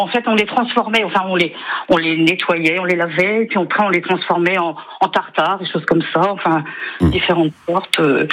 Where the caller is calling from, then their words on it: Cléder, Brittany, France; je suis à Cléder